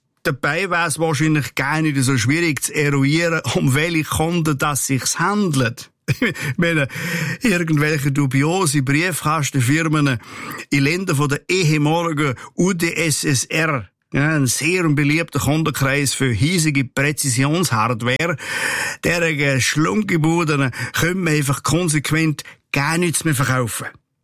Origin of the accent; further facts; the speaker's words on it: Switzerland; Natürlich, ja, da sind wir Schweizer nämlich weltweit führend.